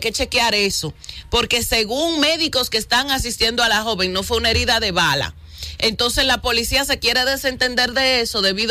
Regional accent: Cibao, Dominican Republic; somos cibaeños.

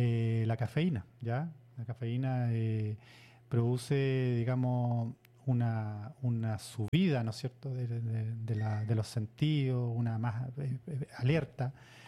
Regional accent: Chile

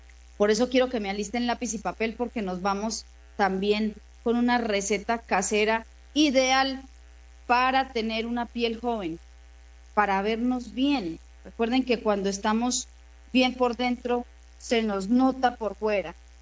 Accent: Argelia, Colombia; born there; moved away; nuestro bello municipio de Argelia. No sabe, Carlitos, la alegría que me da visitar mi pueblo.

